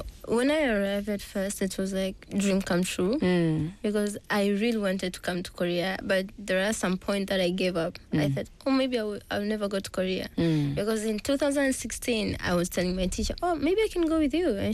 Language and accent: English; Tanga, Tanga Region, Tanzania; In Tanzania.